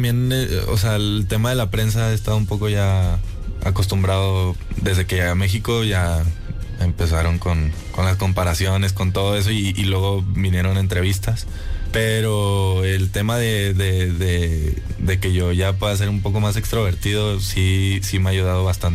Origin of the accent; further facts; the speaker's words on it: Madrid, Community of Madrid, Spain; born there; also born or lived in Monaco / Barcelona; yo crecí en Madrid con mi mamá